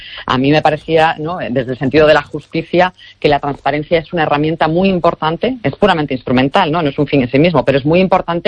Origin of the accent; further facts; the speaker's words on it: Galicia, Spain; que afortunadamente se celebra en Galicia y que yo como gallega